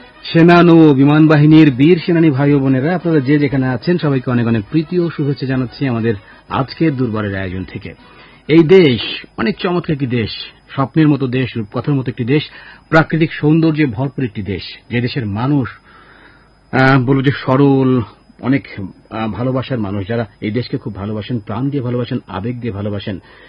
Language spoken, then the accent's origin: Bangla; Bangladesh